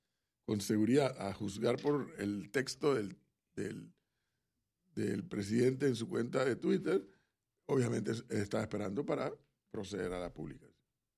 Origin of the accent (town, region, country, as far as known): Panama